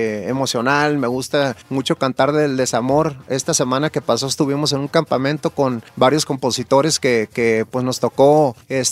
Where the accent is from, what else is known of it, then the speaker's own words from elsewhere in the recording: Los Angeles, California, United States; born there; Nacido en el sur centro de Los Ángeles, raíces de Nayarit y Zacatecas.